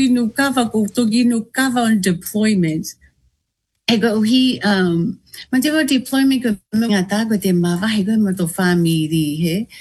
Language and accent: English; Tonga; I always love to share with my soldiers, like, oh, I'm from Tonga